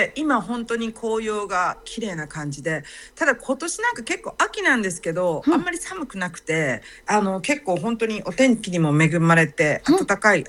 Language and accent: Japanese; Aichi, Japan; moved away as an adult; also born or lived in Hong Kong; now in New Zealand; はい、そうです、日本人で愛知出身ですね。